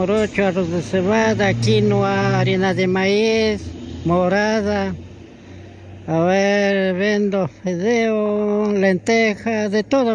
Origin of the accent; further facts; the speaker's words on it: Otavalo, Imbabura, Ecuador; Yo soy de Otavalo.